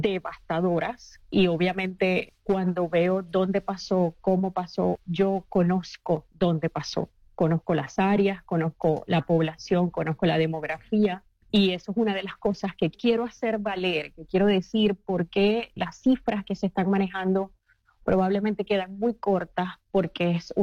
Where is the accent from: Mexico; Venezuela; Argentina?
Venezuela; now in Sydney, Australia; Mi mamá está en Colombia, vive en Colombia. Yo soy venezolana, pero mis padres viven en Colombia.